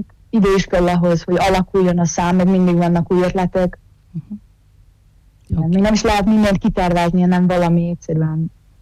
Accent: Bečej, Vojvodina, Serbia; Mi hárman mindannyian óbecseiek vagyunk

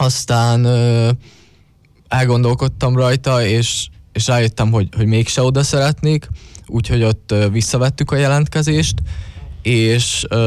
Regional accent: Paks, Tolna, Hungary; Igen, paksi vagyok, a tizedikes, és a Vakbottyánba járok.

